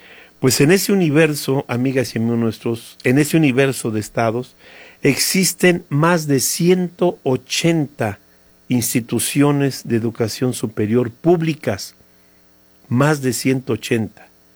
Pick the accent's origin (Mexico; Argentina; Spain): Mexico